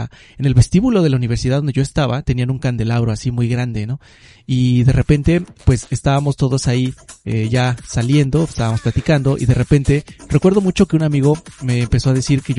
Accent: Mexico; pues como mexicanos solemos responder unidos

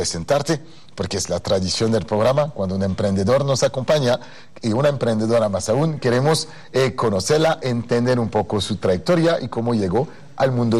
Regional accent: Paris, Île-de-France, France; also born or lived in London, United Kingdom / New York, United States; now in Mexico; viví en Inglaterra, en Londres, viví en Estados Unidos, en Nueva York, yo soy de Francia, de París

